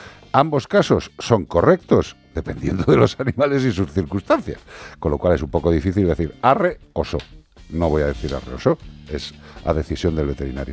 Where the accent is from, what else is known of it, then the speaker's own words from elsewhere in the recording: Écija, Andalusia, Spain; Soy de Écija, soy de Sevilla